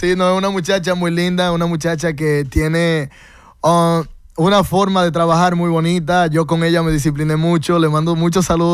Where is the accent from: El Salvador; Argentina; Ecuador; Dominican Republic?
Dominican Republic; somos dominicanos.